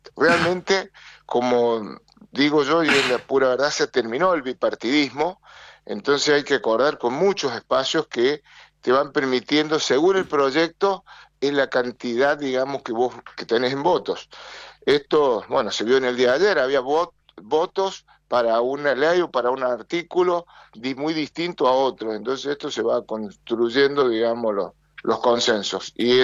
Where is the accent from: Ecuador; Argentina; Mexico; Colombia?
Argentina; nosotros también como argentinos somos conscientes.